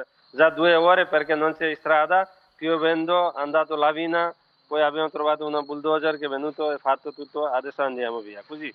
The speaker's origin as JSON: {"language": "Italian", "country": "Nepal", "second_language": "Italian", "said": "siamo solo nepalesi"}